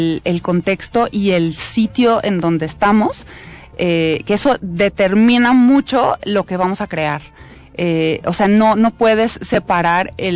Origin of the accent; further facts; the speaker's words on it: Guadalajara, Jalisco, Mexico; now in Mexico City, Mexico; El sitio, a pesar de que yo soy de Guadalajara, el sitio donde empecé a componer fue aquí en la Ciudad de México.